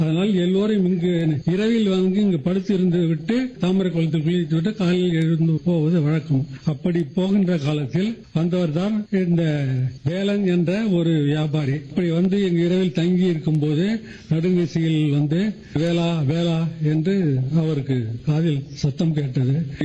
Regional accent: Kanjamnathanpettai, Tamil Nadu, India; நான் பிறந்து வளர்ந்த ஊர் கஞ்சம்நாதன்பேட்டை.

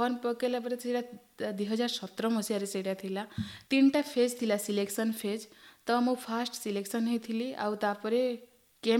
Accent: Odisha, India; ତାପରେ ସେଇଠୁ ଯେଉଁ ଆମ କଳାହାଣ୍ଡି ଜିଲ୍ଲାର ଛୋଟ ଛୋଟ ପାହାଡ଼, ଯେଉଁ ଅମାଡ଼ଗଡ଼ ହେଲା, ବଡ଼ଡଙ୍ଗର ହେଲା

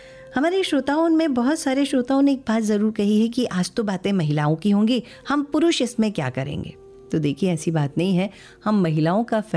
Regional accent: Mumbai, Maharashtra, India; बचपन में हम खार मुंबई में रहते थे

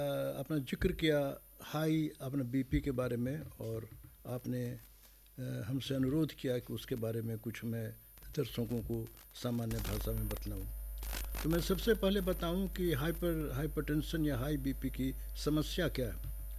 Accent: Darbhanga, Bihar, India; मैं स्थानीय इसी शहर का रहने वाला हूँ, मेरी समूची जिंदगी इसी शहर में बीती है, मेरा पठन पाठन अध्यापन इसी शहर में हुआ, और इसी शहर में मैं दरभंगा मेडिकल कॉलेज में मेडिसिन डिपार्टमेंट और ये आप कार्डियोलॉजी डिपार्टमेंट का हेड रहा

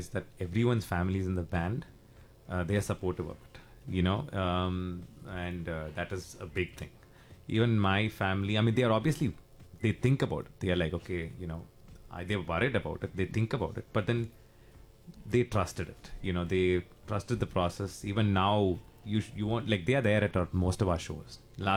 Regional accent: India

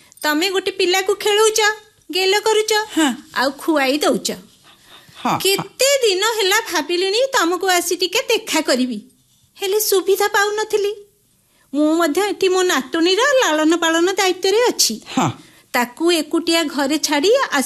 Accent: Naupada, Odisha, India; ଆମ ଘର କଟକ ପାଖରେ, ଗାଁ ନାଁ ନାଉପଦା

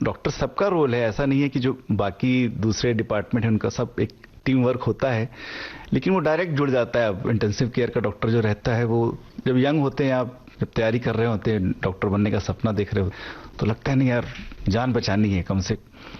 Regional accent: Prayagraj, Uttar Pradesh, India; also born or lived in Gorakhpur / Delhi; now in Mumbai, India; मैं रहने वाला प्रयागराज इलाहाबाद

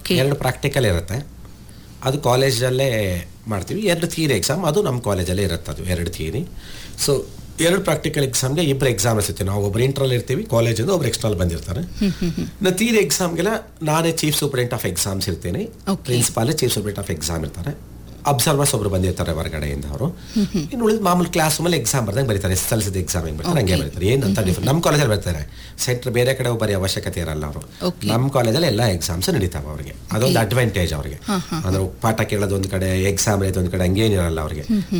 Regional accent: Devasamudra, Karnataka, India; ದೇವ ಸಮುದ್ರದಲ್ಲಿ ಓದಿದ್ದು ನಾನು, ನನ್ನ ಸ್ವಂತ ಊರು ಕನ್ನಡ ಮೀಡಿಯಂ ಹುಡುಗ

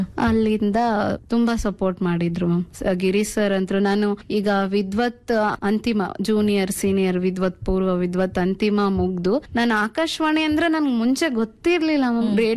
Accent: Karnataka, India; ಅದಾದ್ಮೇಲೆ ನಮ್ಮೂರಿಂದ ಒಂದು 2 ಕಿಲೋಮೀಟರ್ ದೂರ ಸಾಸಿವೆಹಳ್ಳಿ ಅಂತ, ಅಲ್ಲಿ ನನ್ನ ಹೈಸ್ಕೂಲ್ ಎಜುಕೇಶನ್ ಅಲ್ಲೇ ಮ್ಯಾಮ್, 8th, 9th, 10th ಅಲ್ಲಿ ಓದಿದ್ದು. ಅಲ್ಲಿಂದ PUC ಹರಪನಹಳ್ಳಿ

